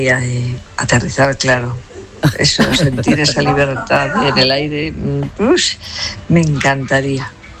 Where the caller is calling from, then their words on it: Navalcarnero, Community of Madrid, Spain; de Navalcarnero.